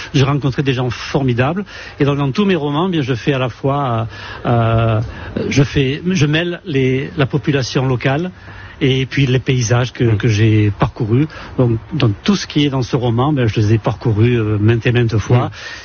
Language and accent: French; Beausoleil, Provence-Alpes-Côte d'Azur, France; je suis originaire de Beausoleil